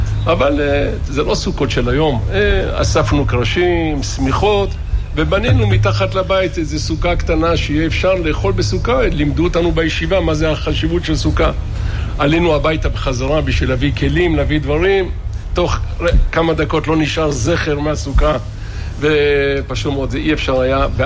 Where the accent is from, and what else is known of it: Bat Yam, Tel Aviv District, Israel; born or raised there